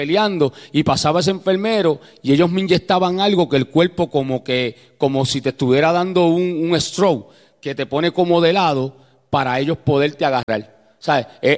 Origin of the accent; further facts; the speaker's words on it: Puerto Rico; moved away; llegué al barrio donde yo me crié en Puerto Rico